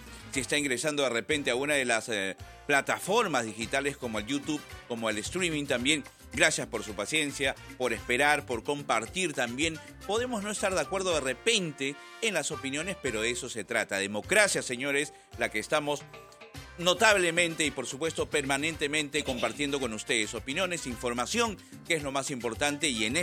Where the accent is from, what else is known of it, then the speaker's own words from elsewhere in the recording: Peru; Como sí, peruanos, como ciudadanos